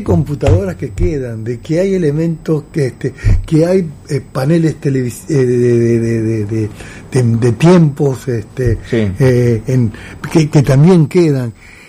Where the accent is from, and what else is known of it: Argentina